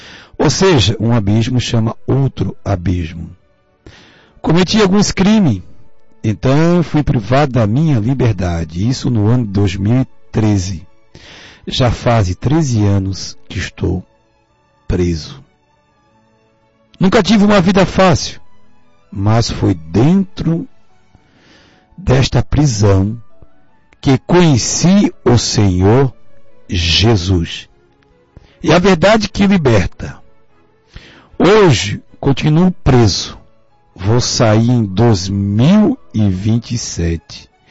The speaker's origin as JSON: {"language": "Portuguese", "town": "Balneário Camboriú", "region": "Santa Catarina", "country": "Brazil", "said": "tenho 33 anos e sou da cidade de Balneário Camboriú."}